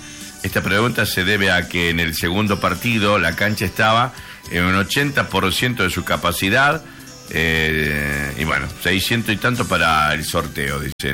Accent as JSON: {"language": "Spanish", "country": "Argentina", "said": "como argentino, como futbolero"}